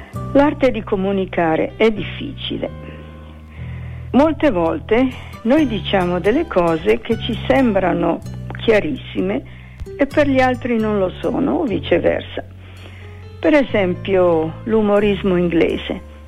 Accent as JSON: {"language": "Italian", "region": "Trentino-Alto Adige", "country": "Italy", "said": "al mio paese dicono che se si rischiara di notte è come un asino che va di trotto. Se volete ve lo dico pure in trentino"}